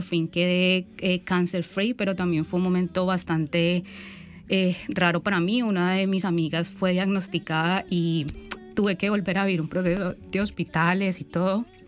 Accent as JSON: {"language": "Spanish", "country": "Colombia", "moved": "yes", "lives_now": "Australia", "said": "yo soy colombiana"}